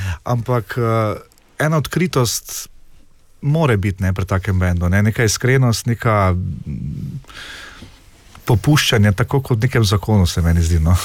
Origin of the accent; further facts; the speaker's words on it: Styria, Slovenia; kot rečemo Štajerci